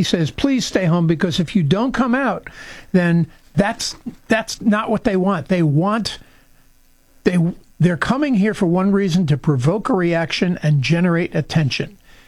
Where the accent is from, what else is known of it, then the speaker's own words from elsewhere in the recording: East Meadow, New York, United States; Well, they also had a march in my hometown of East Meadow, New York.